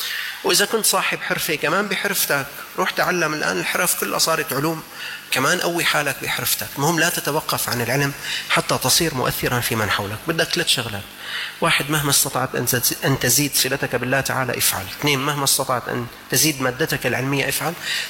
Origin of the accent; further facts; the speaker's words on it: Syria; عندنا في الشام هذا أمر متوفر